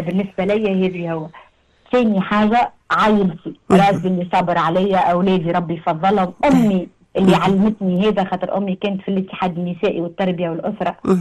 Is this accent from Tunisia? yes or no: yes; Tunisia; بلادنا تونس